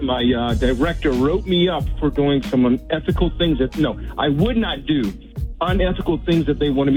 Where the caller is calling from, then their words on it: Joppa, Maryland, United States; calling from Joppa, Maryland.